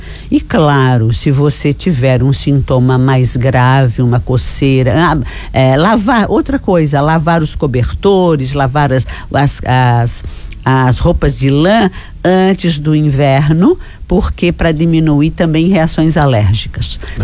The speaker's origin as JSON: {"language": "Portuguese", "country": "Brazil", "said": "nós somos brasileiros"}